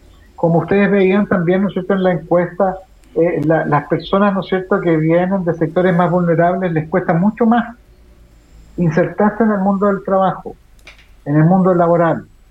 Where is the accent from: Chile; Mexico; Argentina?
Chile; como chilena y chileno.